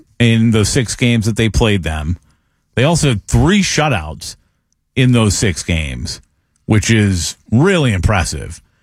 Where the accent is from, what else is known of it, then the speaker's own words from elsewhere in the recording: Wareham, Massachusetts, United States; and which I grew up in Wareham, Massachusetts.